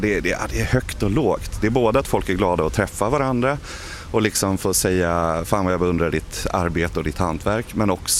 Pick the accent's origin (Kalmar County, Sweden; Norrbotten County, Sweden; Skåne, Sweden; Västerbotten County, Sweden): Kalmar County, Sweden; Kalmar; Jag är glad över att vara hemma i Kalmar.